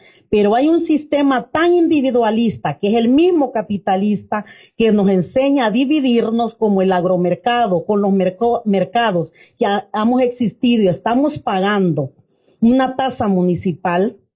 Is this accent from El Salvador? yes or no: yes; El Salvador; eso somos los salvadoreños